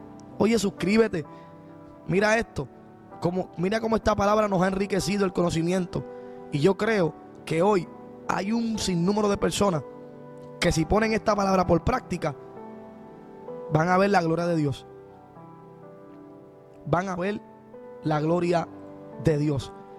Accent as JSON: {"language": "Spanish", "country": "Puerto Rico", "said": "nuestro país, Puerto Rico."}